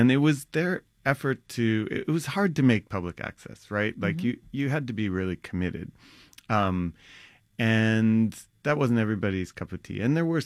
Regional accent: Brooklyn, New York, United States; I mean, I grew up in Brooklyn as well

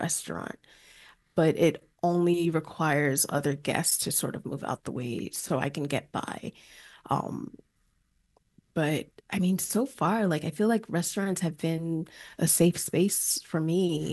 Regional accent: Lagos, Nigeria; now in New York, United States; I grew up in Lagos, Nigeria, so I feel like the hustle and bustle is intrinsically part of who I am.

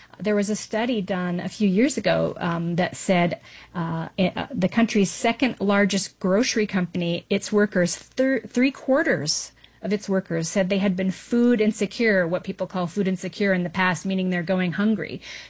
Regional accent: Utah, United States

